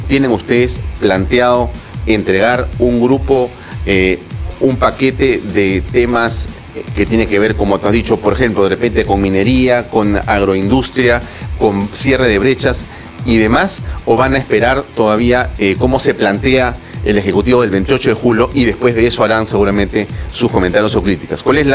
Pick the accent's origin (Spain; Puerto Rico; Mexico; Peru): Peru; en el Perú, si hay algo que somos los peruanos, somos empresarios, somos emprendedores.